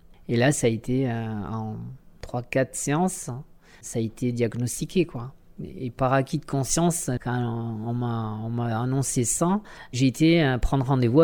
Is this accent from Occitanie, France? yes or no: no; Itsassou, Nouvelle-Aquitaine, France; je suis d'Itsassou, oui. Alors j'ai voyagé un peu partout, mais là, pour faire ma transition, j'avais vraiment envie de revenir aux sources